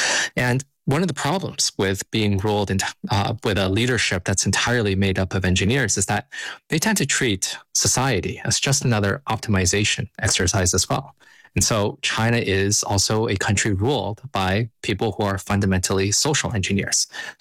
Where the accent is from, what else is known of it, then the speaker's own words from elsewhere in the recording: Canada; And speaking as a Canadian who is feeling the United States sometimes throwing its weight around a little bit too much to the north